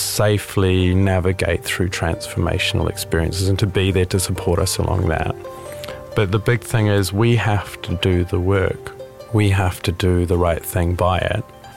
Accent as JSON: {"language": "English", "country": "New Zealand", "tie": "born or raised there", "said": "growing up in New Zealand"}